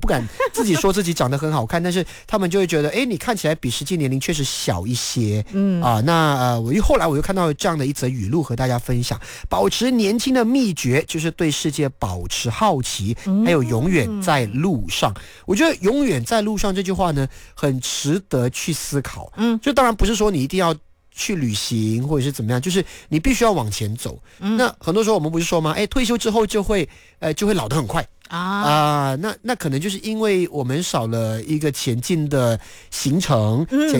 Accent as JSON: {"language": "Chinese", "country": "Malaysia", "said": "对对，我是马来西亚人。那我这位同事呢，他就是马来族啊，马来人。那我是在马来西亚，我目前是第三代的华人"}